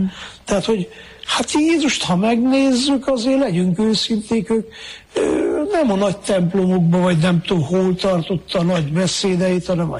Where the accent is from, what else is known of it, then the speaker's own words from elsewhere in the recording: Miercurea Ciuc, Harghita, Romania; Hát ugye én Csíkszeredában nőttem fel, ott vannak ferencesek Csíksomjón